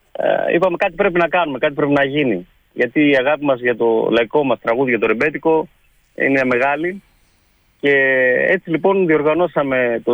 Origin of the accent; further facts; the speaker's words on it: Epirus, Greece; Υπήρχε ένας πυρήνας ανθρώπων που καταγόμαστε από τα πράγματα, από τα Τζουμέρκα. Και στο χωριό μου έχουμε τη χαρά να έχουμε τον Χαρίλο